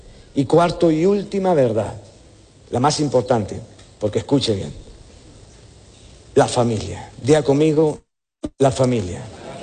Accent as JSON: {"language": "Spanish", "country": "Honduras"}